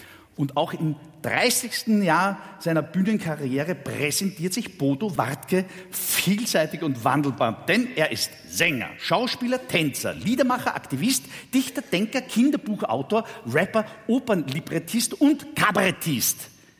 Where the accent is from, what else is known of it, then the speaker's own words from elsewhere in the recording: Vienna, Austria; Naja, schauen Sie, ich komme aus Wien.